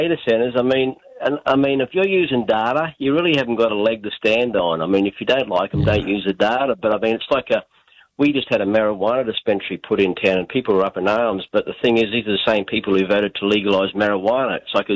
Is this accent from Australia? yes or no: yes; Brisbane, Queensland, Australia; moved away; I'm from Brisbane, just north of Brisbane on the Sunshine Coast. But I've lived here for 34 years. But I've been back a few times, but yeah, I was born and raised in Queensland.